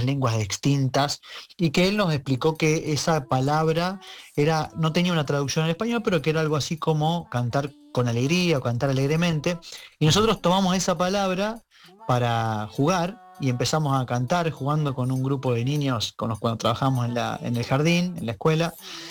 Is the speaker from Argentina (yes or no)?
yes; interior, Argentina; acá yo soy del interior y cuando vengo a Buenos Aires tengo mi propio acento de mis pagos, de mis tierras.